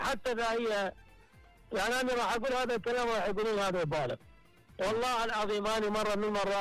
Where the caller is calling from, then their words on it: Kirkuk, Kirkuk Governorate, Iraq; من كركوك. انا من كركوك.